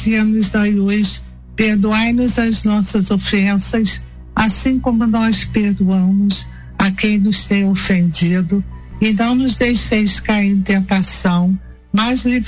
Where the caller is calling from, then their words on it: Mendes, Rio de Janeiro, Brazil; eu sou de Mendes. Mas eu estou aqui na casa do meu filho em Belo Horizonte.